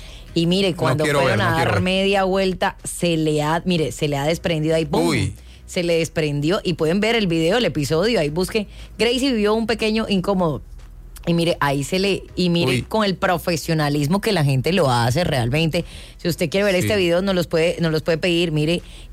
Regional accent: Colombia; Yo soy colombiana.

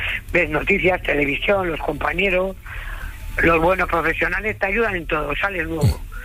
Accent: Burgos, Castile and León, Spain; De Villimar, de San Cristóbal.

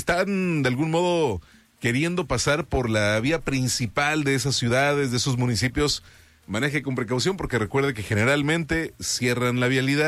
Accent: Mexico; somos mexicanos

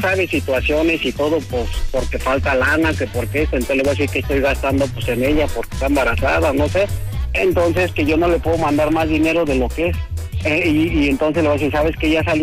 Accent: State of Mexico, Mexico; now in Monterrey, Mexico; Somos del Estado de México, pero ya estamos en San Luis Potosí.

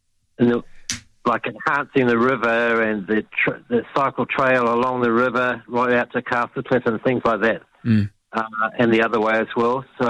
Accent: Whanganui, Manawatū-Whanganui, New Zealand; I'm from Whanganui area, and there's been two effective MPs over the years.

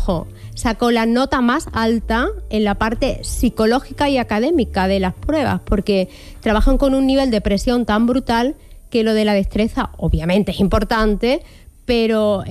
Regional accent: Magacela, Extremadura, Spain; en mi pueblo, que es muy chico

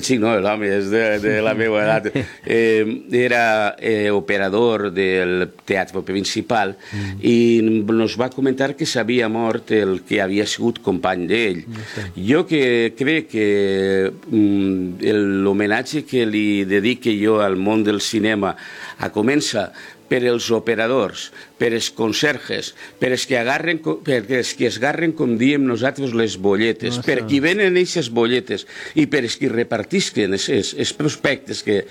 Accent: Alcoi, Valencian Community, Spain; also born or lived in Muro / L'Alqueria; m'he criat més en Alcoi, vaig nàixer en Alcoi, me'n vaig anar a l'Alqueria, vaig passar l'adolescència a cavall d'Alqueria, Muro i Alcoi

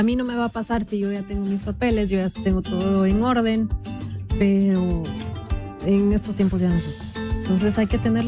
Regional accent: Guatemala; now in United States; el mexicano no tiene las mismas palabras que nosotros en Guatemala.

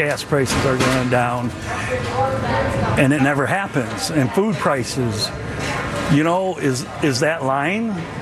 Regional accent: Milan, Michigan, United States; I'm from Milan, Michigan, and I'm a farmer.

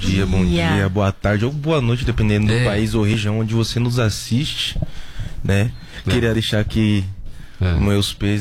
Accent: Brazil; eu sou brasileiro.

